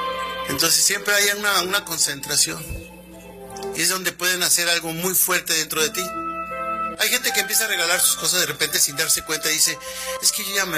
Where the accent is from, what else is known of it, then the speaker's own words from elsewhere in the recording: Mexico; recordando, somos mexicanos.